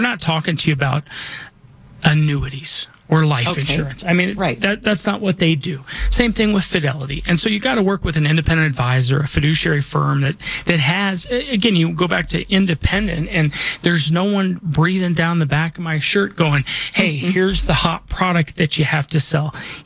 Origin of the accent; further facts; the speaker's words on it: Colorado, United States; You know, I was born and raised here in Colorado. This is where I call home. This is where I'm raising my family.